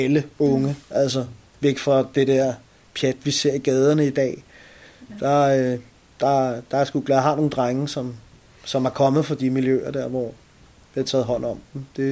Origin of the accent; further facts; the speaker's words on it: Amager, Capital Region of Denmark, Denmark; Jeg er selv fra Amager, selv. Alle mine 37 år har jeg boet her.